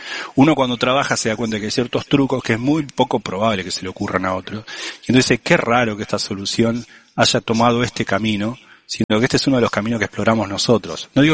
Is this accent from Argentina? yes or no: yes; Argentina; porque yo como argentino uso un solo apellido